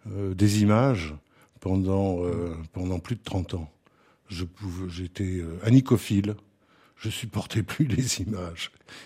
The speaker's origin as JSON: {"language": "French", "town": "Gap", "region": "Provence-Alpes-Côte d'Azur", "country": "France", "tie": "born there", "said": "Alors, je suis né au milieu du siècle dernier, dans le quartier du Rochasson, au-dessus de Gap."}